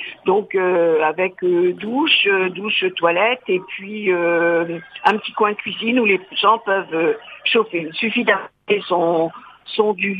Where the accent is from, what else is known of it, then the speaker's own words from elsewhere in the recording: La Ferté-Macé, Normandy, France; moi, je suis de la région, je suis de la Ferté-Massé.